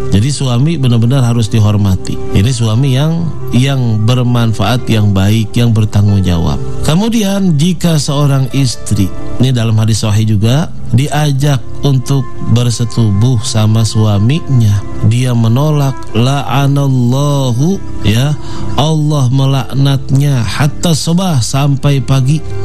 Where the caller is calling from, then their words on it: Lampung, Indonesia; Saya dari Lampung, pendengar setia sejuk di hati.